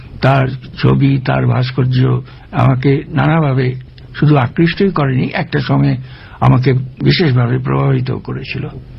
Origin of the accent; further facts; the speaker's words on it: Kolkata, West Bengal, India; তা আমি বললাম যে দেখো আমি তো ভারতবর্ষের লোক। ওই ভারতবর্ষ তো মস্ত বড় দেশ, তো ভারতবর্ষ কোন অঞ্চলের লোক? তো আমি বললাম যে আমি কলকাতার লোক।